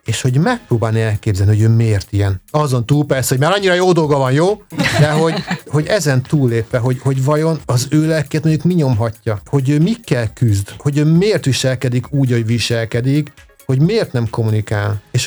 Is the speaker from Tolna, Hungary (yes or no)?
yes; Szekszárd, Tolna, Hungary; Én ugye Szekszárdból származom, és egy időben egy Szekszárd melletti kisvárosban laktam, viszont Szekszárdon dolgoztam